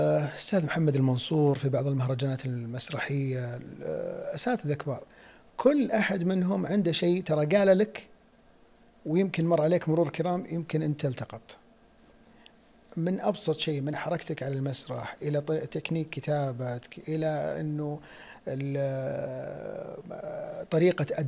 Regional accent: Saudi Arabia; عندنا في السعودية

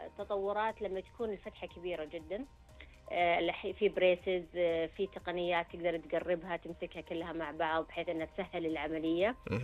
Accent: Saudi Arabia; احنا عندنا في السعوديه هنا اطباء كثير مؤهلين

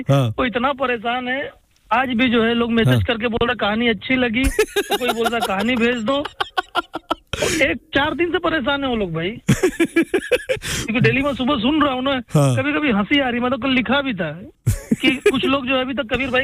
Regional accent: Azamgarh, Uttar Pradesh, India; now in Mumbai, India; मेरे घर में कहते हैं कि दो घर है आजमगढ़ में

